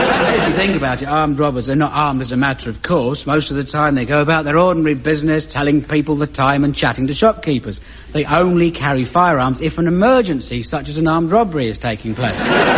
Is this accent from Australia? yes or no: no; Aldershot, South East England, United Kingdom; I grew up in the Aldershot area